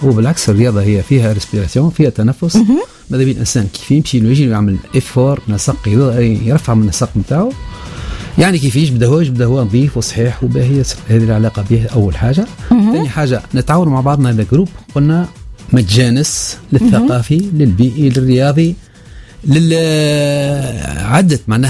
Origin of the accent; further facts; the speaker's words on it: Tunisia; المشكلة الأساسية عندنا في تونس